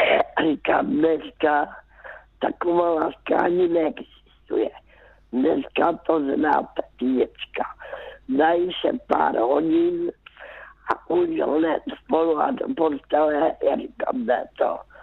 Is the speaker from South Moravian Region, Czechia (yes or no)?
no; Karolinka, Zlín Region, Czechia; born there; já už jsem byla vdaná a jezdívala jsem zpátky do Karolinky, zpátky mého rodiště.